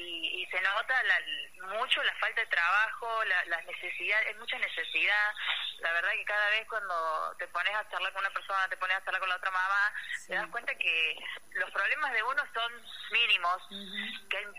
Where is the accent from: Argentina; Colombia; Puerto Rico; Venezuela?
Argentina; Los Talas, Córdoba; somos de Los Talas